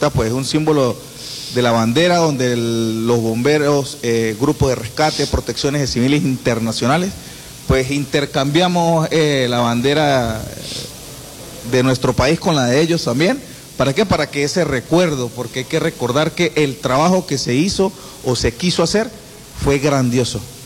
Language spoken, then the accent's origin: Spanish; Venezuela; nos caracteriza como venezolanos.